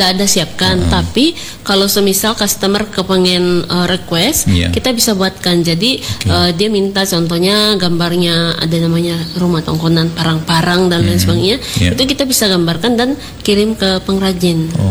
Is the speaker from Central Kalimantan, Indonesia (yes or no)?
no; Toraja, South Sulawesi, Indonesia; now in Makassar, Indonesia; Saya anak Toraja, tapi nggak tinggal di Toraja. Pengen juga membuat sesuatu yang bermanfaat bagi daerah kampung saya. Tapi kebetulan kita di Makassar